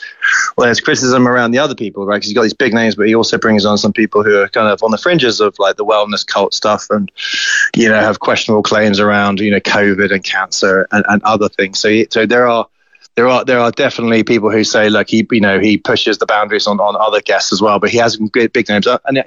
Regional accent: United Kingdom; I'm British, right?

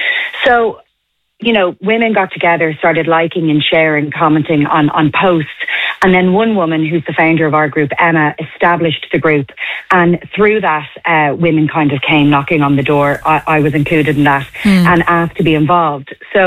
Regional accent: Ireland; as an Irish woman, we've battled for choice for long enough

